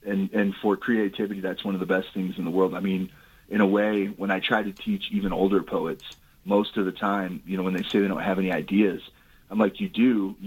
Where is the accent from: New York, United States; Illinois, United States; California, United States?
Illinois, United States; Bloomington; moved away as an adult; now in Mexico, Missouri, United States; I am from Bloomington, Normal, Illinois originally, but we've lived in Mexico for 21 years now.